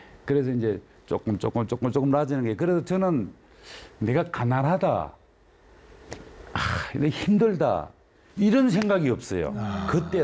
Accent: Sangju, North Gyeongsang, South Korea; moved away; 제가 그 고향이 상주인데요. … 그래서 처음에 서울에서 고등학교를 졸업하고

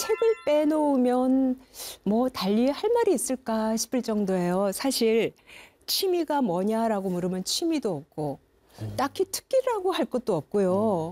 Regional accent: Gangwon, South Korea; 제가 강원도 고향이 강원도인데

